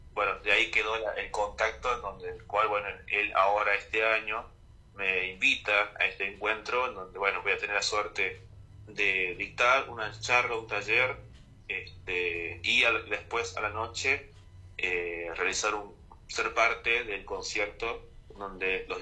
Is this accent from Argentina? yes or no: yes; Catamarca, Argentina; Yo soy de Catamarca, no soy de Tucumán.